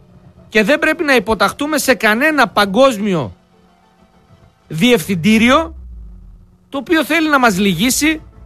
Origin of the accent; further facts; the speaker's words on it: Greece; Αλλά εμείς ρε παιδιά είμαστε Έλληνες. Εμείς μέσα μας έχουμε ελληνικό DNA.